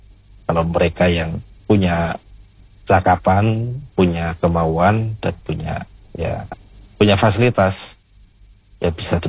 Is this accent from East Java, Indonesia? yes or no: yes; Ponorogo, East Java, Indonesia; now in Yogyakarta, Indonesia; walaupun saya orang Ponorogo tinggal di Jogja